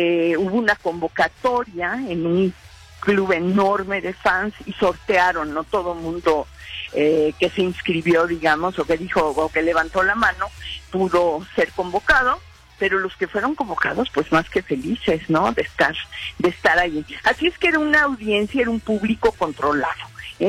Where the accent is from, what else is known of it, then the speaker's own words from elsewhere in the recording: Mexico; Pues así somos los mexicanos, ¿no? Así somos en México, somos cálidos, abrimos la puerta, abrimos el corazón